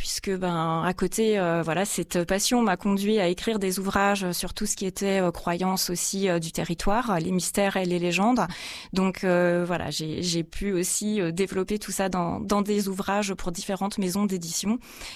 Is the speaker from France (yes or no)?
yes; Bourgogne-Franche-Comté, France; moved away as an adult; now in Nantes area, France; au Progrès en Franche-Comté puisque c'est ma région natale.